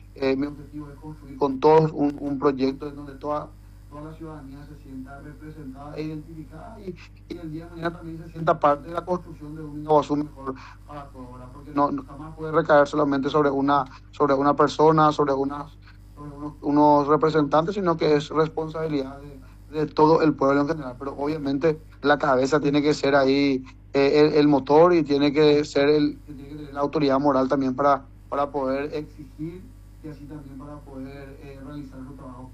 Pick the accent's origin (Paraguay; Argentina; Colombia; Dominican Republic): Paraguay; yo me considero un buen paraguayo, un buen patriota